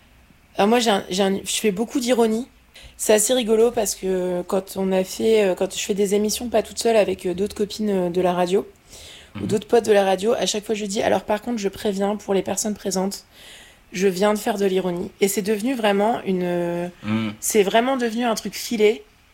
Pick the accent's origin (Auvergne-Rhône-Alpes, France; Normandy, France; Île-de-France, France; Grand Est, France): Normandy, France; je viens de Normandie.